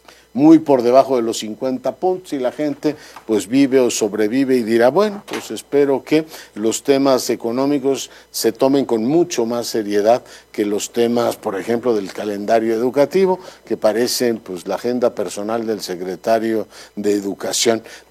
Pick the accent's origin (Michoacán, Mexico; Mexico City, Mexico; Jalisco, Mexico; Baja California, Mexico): Mexico City, Mexico; Bueno, usted es guanajuatense, pero yo soy, capitalino.